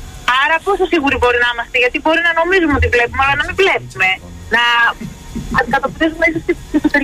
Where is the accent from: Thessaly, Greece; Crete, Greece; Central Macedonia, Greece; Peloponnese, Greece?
Central Macedonia, Greece; Thessaloniki; από τη Θεσσαλονίκη.